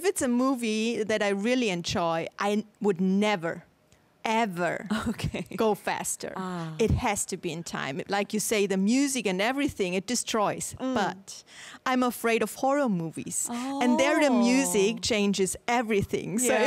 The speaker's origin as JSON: {"language": "English", "country": "France", "lives_now": "South Korea", "said": "from France, and I've been living in Korea for 2 years."}